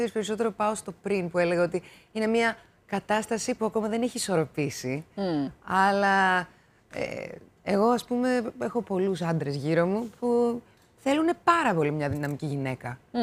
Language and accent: Greek; Drama, Eastern Macedonia and Thrace, Greece; also born or lived in Thessaloniki / Patras; now in Athens, Greece; εγώ γεννήθηκα στη Θεσσαλονίκη, μετά μεγάλωσα στη Δράμα, σπούδασα στην Πάτρα και ζω 10 χρόνια στην Αθήνα.